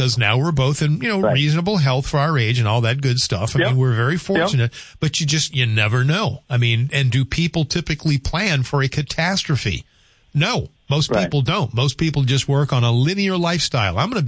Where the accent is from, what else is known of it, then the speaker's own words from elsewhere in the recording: the South, United States; now in Grand Forks, United States; I grew up in the South.